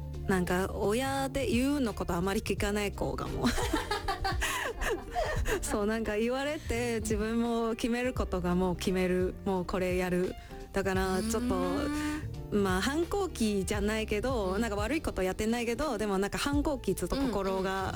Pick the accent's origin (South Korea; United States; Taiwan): Taiwan; Taipei; Japanese is a second language; moved away as an adult; now in Japan; 本当に27までずっと台湾住んでる、そしてなんか学校とか会社とかも全部台北なので、私27までずっと地が住んでる。で最初ワホリに日本に行ってちょっと1年だけ予定だったけど